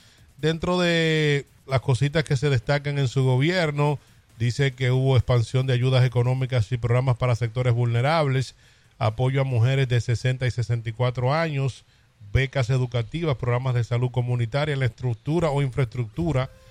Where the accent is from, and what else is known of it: Dominican Republic